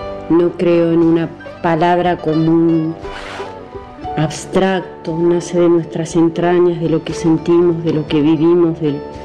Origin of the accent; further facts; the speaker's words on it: Córdoba, Argentina; born there; now in Neuquén, Argentina; nací en Córdoba, anduve algunos caminos y desde el 84 estoy en radicada en Neuquén.